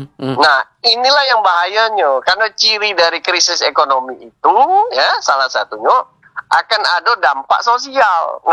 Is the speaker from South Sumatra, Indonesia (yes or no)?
yes; South Sumatra, Indonesia; kita warga Sumsel